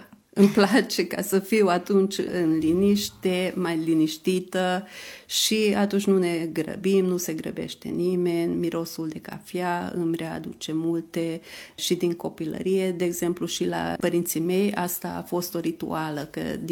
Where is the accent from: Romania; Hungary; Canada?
Hungary; Méhkerék, Békés; now in Gyula, Hungary; eu mă trag din Michereche